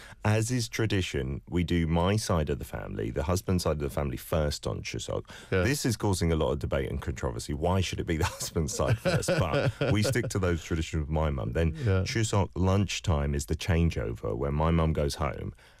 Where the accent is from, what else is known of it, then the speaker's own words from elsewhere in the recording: Philippines; For me, as a Filipino, I think of boba tea when I think of taro.